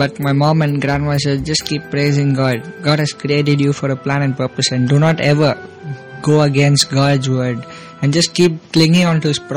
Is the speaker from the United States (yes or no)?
no; Chennai, Tamil Nadu, India; born there; I was born in Chennai in a small family which my family is basically a Roman Catholic background.